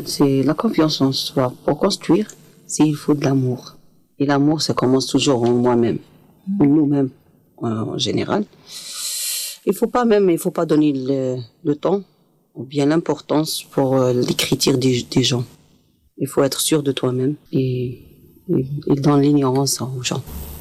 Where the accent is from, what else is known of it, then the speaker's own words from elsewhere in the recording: Algeria; now in Béziers, France; algérienne, maman de deux enfants. J'habite à la CIMAD de Béziers.